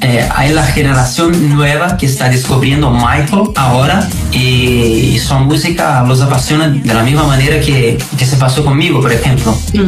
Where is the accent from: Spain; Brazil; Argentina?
Brazil; first language Portuguese; Spanish is a second language; moved away as an adult; mi primer idioma, viví en Brasil, portugués. Inglés fue el segundo idioma que aprendí